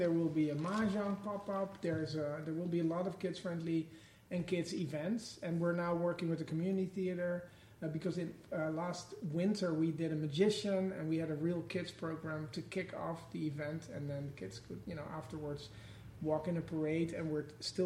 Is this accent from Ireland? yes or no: no; Netherlands; accent: Dutch; moved away as an adult; also born or lived in Brooklyn, New York; now in Catskill, United States; So I moved to America. So my accent is from Holland. So I'm from the Netherlands in Europe. And we moved to America 15 years ago now. And so we moved to Brooklyn.